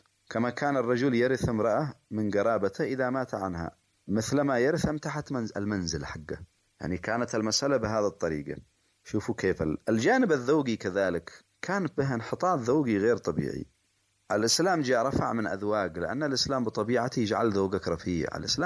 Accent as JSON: {"language": "Arabic", "country": "Yemen"}